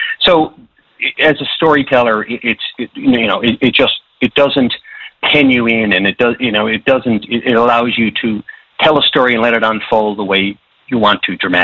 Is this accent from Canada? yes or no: yes; Petty Harbour, Newfoundland and Labrador, Canada; because I'm from Petty Harbor. I'm from that small fishing community